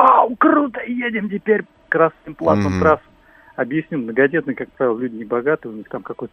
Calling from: Russia

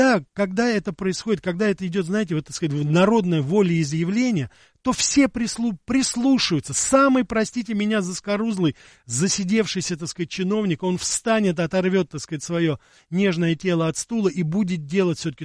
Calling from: Krasnodar, Krasnodar Krai, Russia; Ну, всем привет, я передаю из Краснодара.

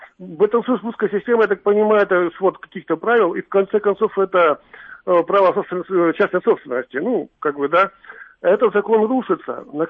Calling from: Zauralye, Russia; Зауралье.

